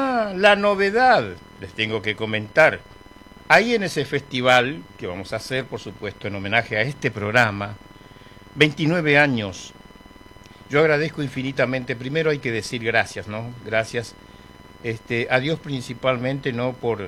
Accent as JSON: {"language": "Spanish", "town": "Buenos Aires", "country": "Argentina", "tie": "born or raised there", "said": "yo me crié en Buenos Aires"}